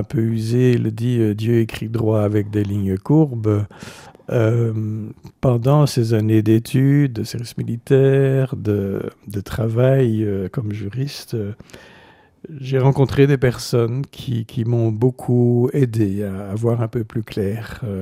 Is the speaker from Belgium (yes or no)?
yes; Antwerp, Flanders, Belgium; Mais de fait, après mon service militaire, je suis resté dans ma ville natale et.